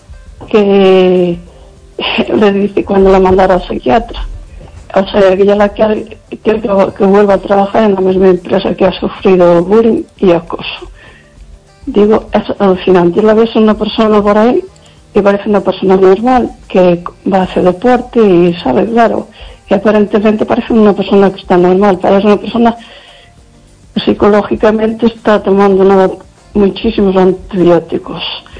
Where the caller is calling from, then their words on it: Lugo, Galicia, Spain; Buenas noches